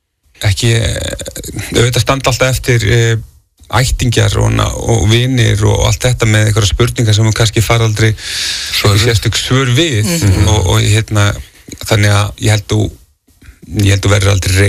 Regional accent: Reykjavík, Capital Region, Iceland; ég er úr Grafvogi að hérna svona síðustu ár þá, ég ætla ekki að segja að það er ykkur bylgja en það er mikið að krökkum, ungum sem að hafa týnt lífi sínu úr Grafvogi

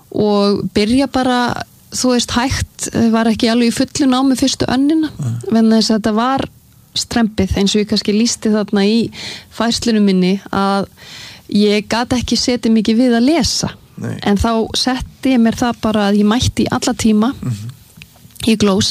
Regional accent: Sweden; born or raised there

